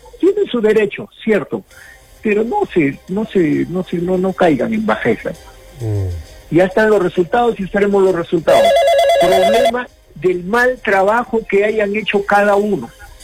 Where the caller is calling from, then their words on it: Peru; yo no soy arequipeño, pero como arequipeños, como peruanos